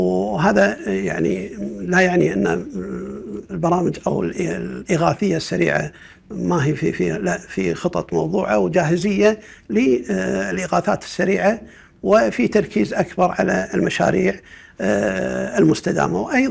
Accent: Kuwait; عندنا في الكويت

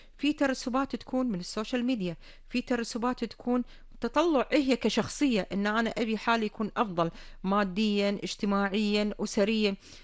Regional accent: Kuwait; الله يحفظ ديرتنا وحكامنا وشعب الكويت كله

